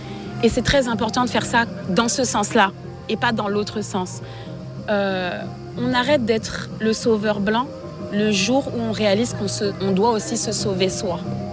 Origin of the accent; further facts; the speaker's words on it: France; je suis une personne qui est grandie, j'ai été élevée en France